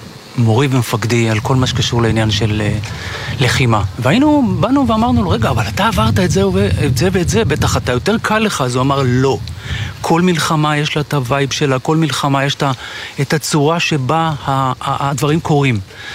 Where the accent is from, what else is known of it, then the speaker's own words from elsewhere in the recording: Kiryat Shmona, Northern District, Israel; born there; now in Metula, Israel; אני נולדתי בקריית שמונה, עברתי למטולה.